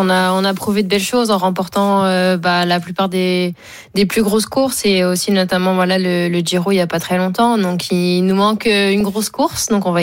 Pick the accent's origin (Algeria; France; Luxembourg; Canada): France; en tant que française